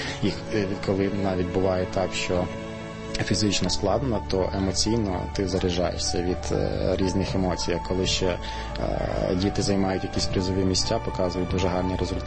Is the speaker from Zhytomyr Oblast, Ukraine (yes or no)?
yes; Zhytomyr Oblast, Ukraine; і я сам з Житомирщини, і хотів дійсно долучитися до лав 95-ї.